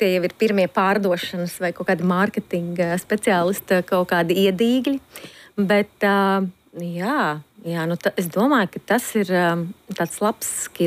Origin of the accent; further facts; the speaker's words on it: Jaunjelgava, Aizkraukle Municipality, Latvia; Es uzaugu Jaunjelgavā. Un nē, tas nav pie Jelgavas.